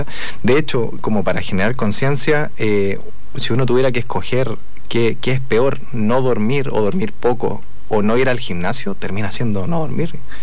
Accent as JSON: {"language": "Spanish", "town": "Santiago", "region": "Santiago Metropolitan Region", "country": "Chile", "moved": "yes", "lives_now": "Bulnes, Chile", "said": "yo soy de Santiago, estoy aquí erradicado."}